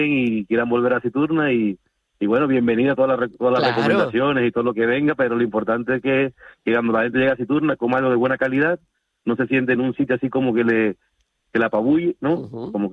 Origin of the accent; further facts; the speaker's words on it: Caribbean Region, Colombia; now in Lanzarote, Spain; nosotros somos del Caribe colombiano